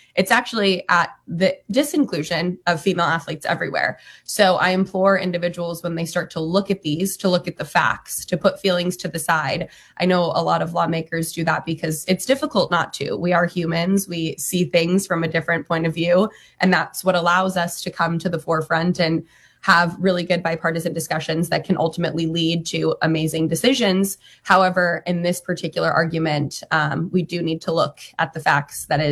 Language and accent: English; Nevada, United States; also born or lived in Utah; My home state of Nevada has a very similar protection as West Virginia